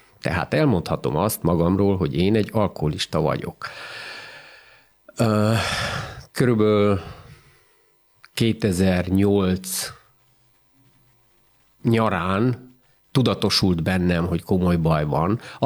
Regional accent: Marghita, Bihor, Romania; Margitán születtem, ott is nevelkedtem, ott érettségiztem

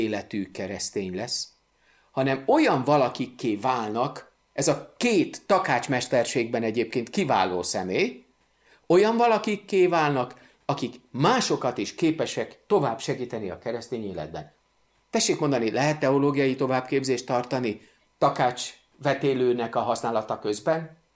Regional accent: Budapest, Hungary; nem emlékszem, hogy Újpesten bárkinek, ahol én fölnőttem, eszébe jutott volna köszönni egy utcaseprőnek.

